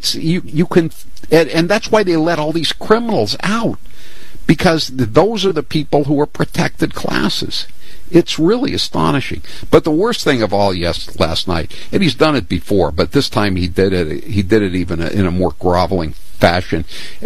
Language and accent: English; Massachusetts, United States; also born or lived in Maine; I fit all those categories except being born in Massachusetts. I was born in Maine, which is kind of like with an asterisk, by the way, because it used to be Massachusetts.